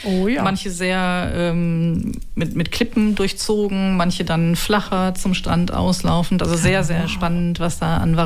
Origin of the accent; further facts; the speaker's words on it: Herten, North Rhine-Westphalia, Germany; now in Bremen, Germany; Wobei ich ja jetzt lange schon in Bremen lebe, aber ein Teil der Menschen kennt mich dort auch.